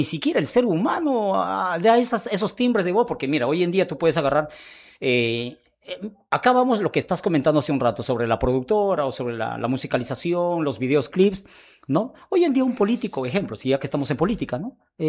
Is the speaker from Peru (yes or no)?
yes; Peru; los peruanos siempre hemos sido capos también grabando